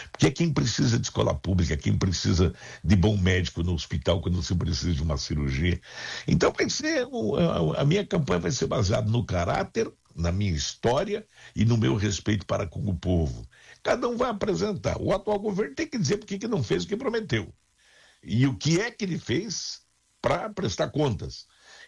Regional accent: Santa Catarina, Brazil; also born or lived in Rio Grande do Sul / Pinhalzinho; now in Chapecó, Brazil; Eu sou de Santa Catarina, gaúcho, mas catarinense. Mas começou ali, Pinhãozinho, ali é meu lugar.

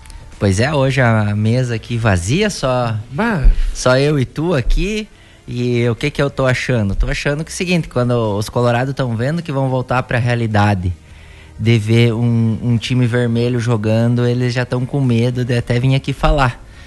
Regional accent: Brazil; A gente, como brasileiro

